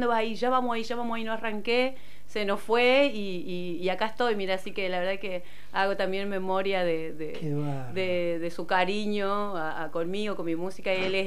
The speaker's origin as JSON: {"language": "Spanish", "town": "Colonia Santa Rosa", "region": "Salta", "country": "Argentina", "said": "Ahí en Colonia Santa Rosa hemos tenido una misión, pero toda la zona, ¿no? Pichaná, Lorán, está llena de comunidades guaraníes. Y son parte también de mi identidad."}